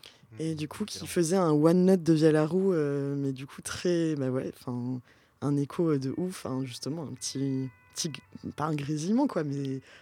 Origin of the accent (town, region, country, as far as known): Pau, Nouvelle-Aquitaine, France